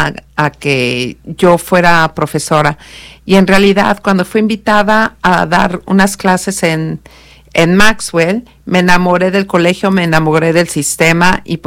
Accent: Mexico City, Mexico; moved away as an adult; now in United States; Yo vengo de la Ciudad de México. Yo llegué aquí cuando tenía 19 años y en este momento, pues llevo aquí ya en realidad 41 años.

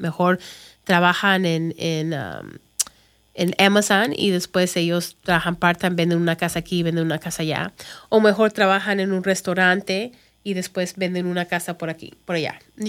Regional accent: Chicago, Illinois, United States; first language English; Spanish is a second language; mi inglés es mi primer idioma, español es la segunda. Entonces, obviamente yo hablo mucho mejor inglés, entiendo en inglés porque yo nací en Chicago y crecí allí.

